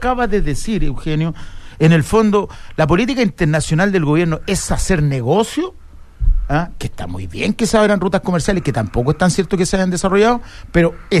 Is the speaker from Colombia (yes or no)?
no; Chile; en mi país nacieron mis hijos, en mi país voy a enterrar a mis papás. Eso somos chilenos.